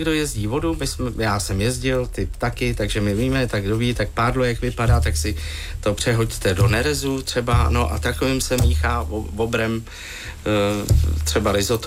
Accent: Prague, Czechia; born there; narodil jsem se v Londýnský kousek vedle.

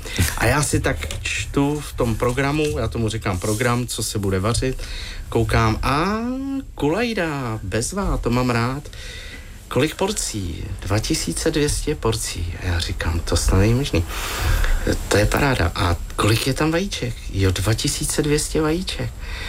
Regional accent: Prague, Czechia; born there; narodil jsem se v Londýnský kousek vedle.

